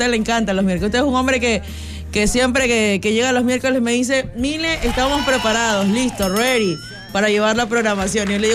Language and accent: Spanish; Ecuador